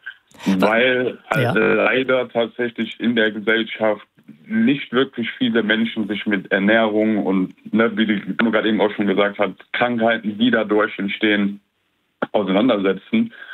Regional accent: Eschweiler, North Rhine-Westphalia, Germany; nicht Herr Eschweiler. Ich komme nur aus Eschweiler.

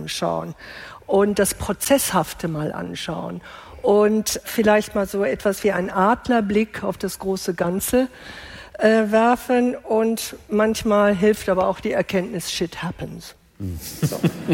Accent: England, United Kingdom; moved away; Ich bin in England groß geworden

